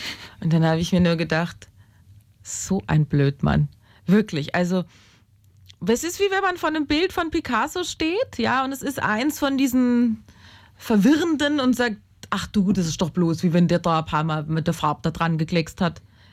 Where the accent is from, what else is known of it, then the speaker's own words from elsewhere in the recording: Saarbrücken, Saarland, Germany; born there; Ich bin in Saarbrücken geboren